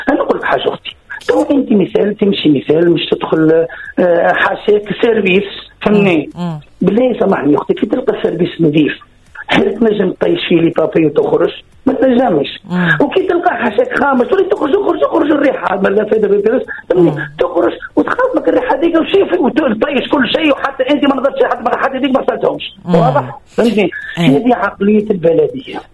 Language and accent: Arabic; Nabeul, Nabeul Governorate, Tunisia; انا في نابل انا ولد نابل انا ولد نابل قبل متذكر انا صغير تراكتور نتاع بلديه بالفرش ينظف